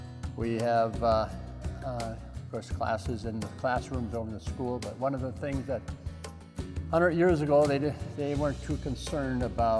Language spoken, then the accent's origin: English; Wisconsin, United States; Well, I'm originally from Wisconsin